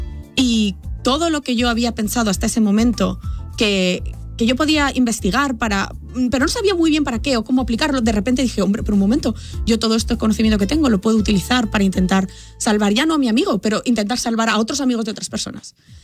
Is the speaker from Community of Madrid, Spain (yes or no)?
no; Castellón, Valencian Community, Spain; Yo soy originaria de España, de una ciudad pequeñita llamada Castellón.